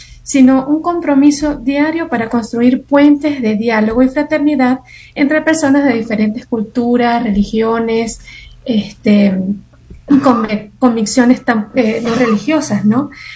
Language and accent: Spanish; Venezuela; Hay 2 de El Salvador, 1 de Brasil, 1 argentina, 1 de Costa Rica y yo, que soy venezolana.